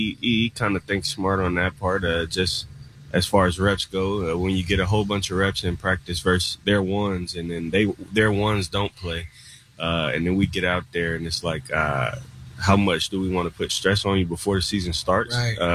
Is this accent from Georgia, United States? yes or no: yes; Georgia, United States; born or raised there